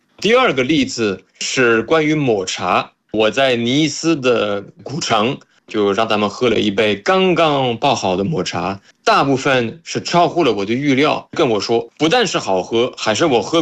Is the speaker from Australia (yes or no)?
no; France; Chinese is a second language; 我是法国人，然后